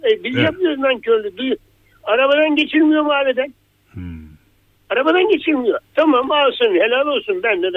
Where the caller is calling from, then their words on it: Bursa, Turkey; Ben Bursa'dan arıyorum.